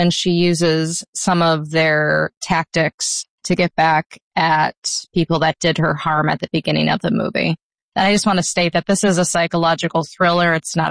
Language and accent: English; New York, United States; I grew up outside of Buffalo, New York, deep in the woods.